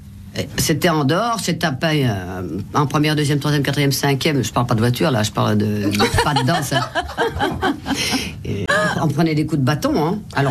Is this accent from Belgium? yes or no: yes; Brussels, Brussels-Capital Region, Belgium; born there; je ne suis ni flamande ni wallonne, je suis brabançonne, c'est-à-dire bruxelloise.